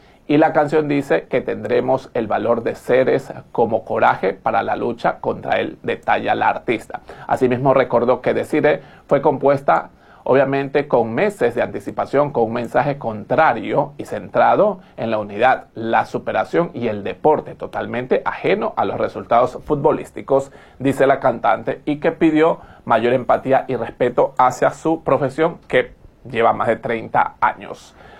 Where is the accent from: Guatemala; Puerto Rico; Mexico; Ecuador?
Ecuador; Nosotros como ecuatorianos le deseamos lo mejor.